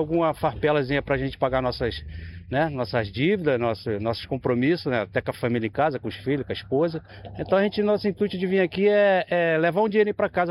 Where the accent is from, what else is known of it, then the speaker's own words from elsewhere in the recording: Natal, Rio Grande do Norte, Brazil; Cara, eu sou da cidade do Rio Grande do Norte, Natal.